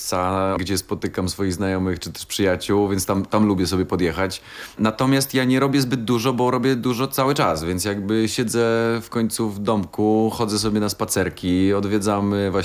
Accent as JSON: {"language": "Polish", "town": "Warsaw", "region": "Masovian Voivodeship", "country": "Poland", "tie": "born or raised there", "said": "Jestem absolutnie oczarowany moim miejscem zamieszkania, uwielbiam moją dzielnicę i jestem rodowitym żoliborzaninem, jeżeli można to tak nazwać. I trochę choruję na Żoliborz."}